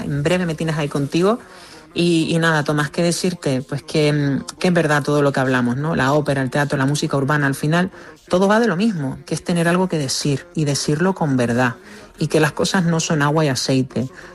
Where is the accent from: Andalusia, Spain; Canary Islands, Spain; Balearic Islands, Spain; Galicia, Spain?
Canary Islands, Spain; voy a ponerme algo de … para conectar con mi tierra